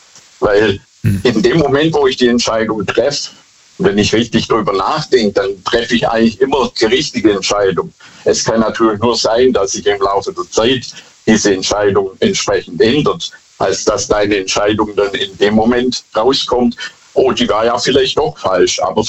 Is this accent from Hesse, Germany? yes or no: no; Bad Boll, Baden-Württemberg, Germany; ich komme aus Bad Boll.